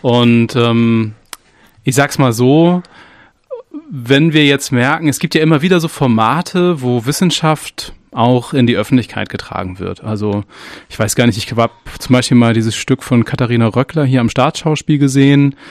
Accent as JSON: {"language": "German", "town": "Flensburg", "region": "Schleswig-Holstein", "country": "Germany", "tie": "born or raised there", "lives_now": "Dresden, Germany", "said": "Vor 2 Jahren ist tatsächlich einer bei meiner Heimatstadt Flensburg runtergekommen."}